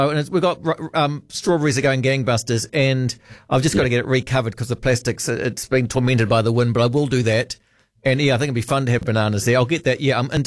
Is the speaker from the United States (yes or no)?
no; Auckland, New Zealand; because we grew up in Auckland, and the old man had lady fingers.